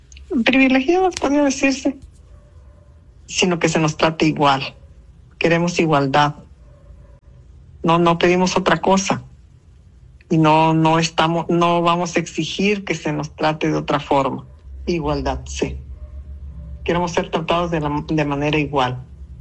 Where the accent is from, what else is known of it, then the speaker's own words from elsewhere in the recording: Pinotepa Nacional, Oaxaca, Mexico; yo estudié en la ciudad de Pinotepa, yo vivo en el Cerro, no me casé para acá, pero yo de niña estudié ahí en Pino.